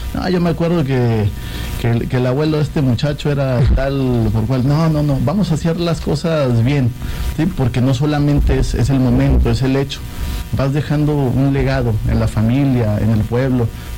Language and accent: Spanish; Guerrero, Mexico; Oye, no, yo soy de Guerrero, del municipio de Guerrero.